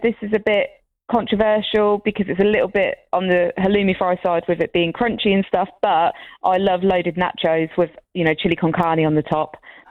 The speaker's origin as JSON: {"language": "English", "town": "Northampton", "region": "East Midlands", "country": "United Kingdom", "tie": "born or raised there", "moved": "as an adult", "lives_now": "Daventry, United Kingdom", "said": "I grew up in Northampton, but I moved to Daventry 4 years ago."}